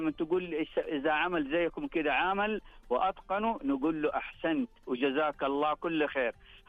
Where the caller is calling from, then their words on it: Jeddah, Makkah Province, Saudi Arabia; أنا أطلع في جدة هنا.